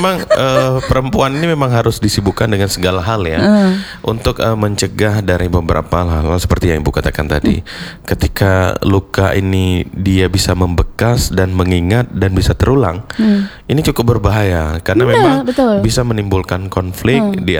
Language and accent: Indonesian; Aceh, Indonesia; logat Sumatera Utara itu kan, yeah, kalau kita sebagai orang Aceh kan agak keras.